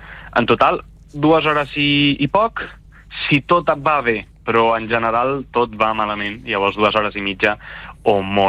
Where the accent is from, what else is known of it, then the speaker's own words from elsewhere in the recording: Pineda de Mar, Catalonia, Spain; moved away as an adult; now in Cerdanyola del Vallès, Spain; Jo sóc de Pineda i m'han fet anar-me a viure a Cerdanyola